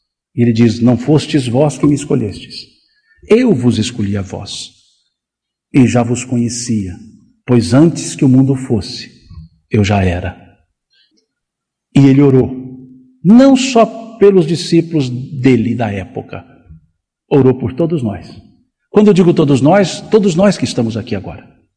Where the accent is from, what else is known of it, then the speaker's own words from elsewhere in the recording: Minas Gerais, Brazil; e como mineiro que sou